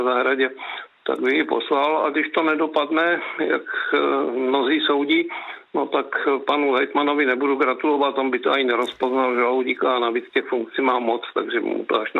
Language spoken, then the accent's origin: Czech; South Moravian Region, Czechia; já jsem z Žižkovska, že jo, z Žižkovic